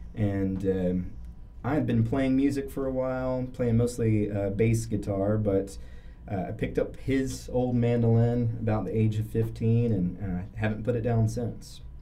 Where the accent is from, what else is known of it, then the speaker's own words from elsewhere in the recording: Bristol, United States; I grew up here in Bristol